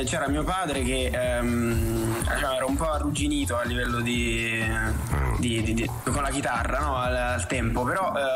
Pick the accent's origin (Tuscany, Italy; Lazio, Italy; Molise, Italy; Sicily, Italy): Molise, Italy; Isernia; now in Milan, Italy; Io sono di Isernia, sì, però sono a Milano.